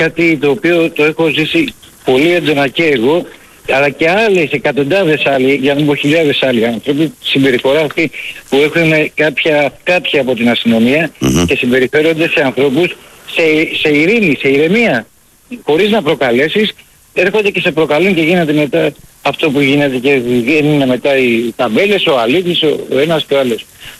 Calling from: Piraeus, Attica, Greece; Έλα, Βαγγέλη … φίλε από Πειραιά.

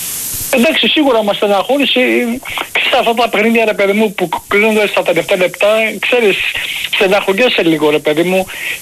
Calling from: Central Greece, Greece; από Εύβοια, από Αμάρες

